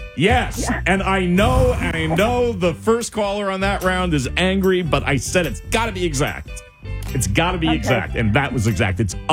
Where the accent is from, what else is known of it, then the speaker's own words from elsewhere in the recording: Rahway, New Jersey, United States; It's my hometown.